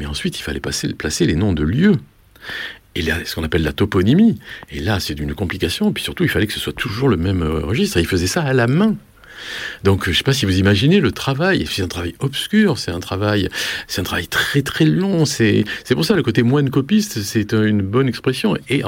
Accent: Southwest France, France; moi, je suis du Sud-Ouest, et mon tropisme n'est pas du tout vers la Méditerranée

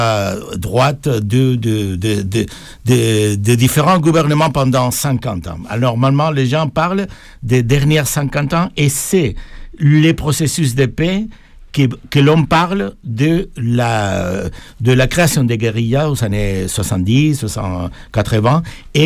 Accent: Spain; accent: Spanish; now in Paris, France; Je suis espagnol

